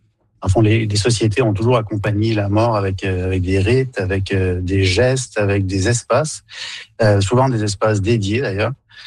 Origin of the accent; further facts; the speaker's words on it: Quebec, Canada; Donc, chez nous au Québec, c'est souvent au chalet, là, donc sur le terrain du chalet